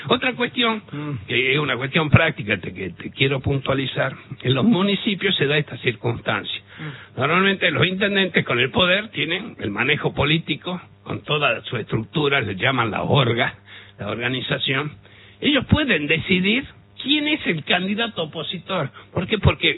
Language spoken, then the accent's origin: Spanish; Salta, Argentina; Así es, Nico. Soy de Salta y hago falta.